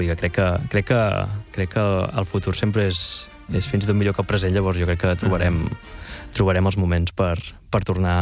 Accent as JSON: {"language": "Catalan", "town": "Mataró", "region": "Catalonia", "country": "Spain", "moved": "as an adult", "lives_now": "Barcelona, Spain", "said": "jo no em volia desempatronar de Mataró. Per aquest punt nostàlgic, no? De dir, no, jo no vull ser de Barcelona, jo vull ser de Mataró. Ara sóc oficialment de Barcelona. Sóc de Sants, diríem. Que això, d'Hostafrancs"}